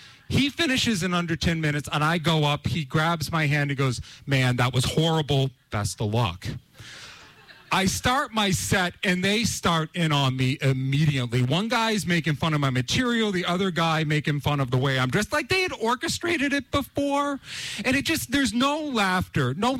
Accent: Canada; We're sorry we didn't say anything. We're Canadian.

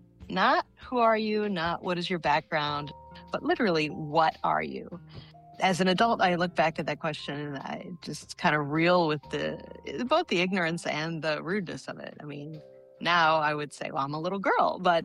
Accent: Midwest, United States; Growing up in the Midwest, not very exciting, surrounded by cornfields, not very cosmopolitan.

